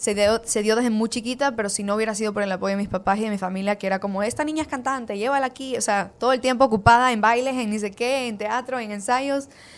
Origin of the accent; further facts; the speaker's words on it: Ecuador; nosotros mismos como ecuatorianos